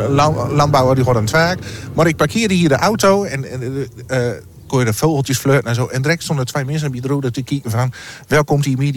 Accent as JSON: {"language": "Dutch", "town": "Musselkanaal", "region": "Groningen", "country": "Netherlands", "said": "Ik kom van oorsprong van Musselknol natuurlijk. Ik ben een verdwolde man in de stad, kist van stel."}